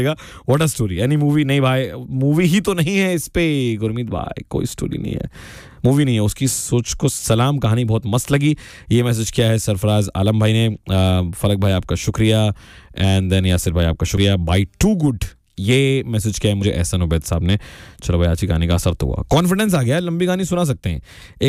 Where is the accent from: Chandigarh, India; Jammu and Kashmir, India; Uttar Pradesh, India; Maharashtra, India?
Chandigarh, India; also born or lived in Sonipat / Delhi; मैं चंडीगढ़ में ही पैदा हुआ हूँ, पला बड़ा हूँ वहाँ पे काफी वक्त तक।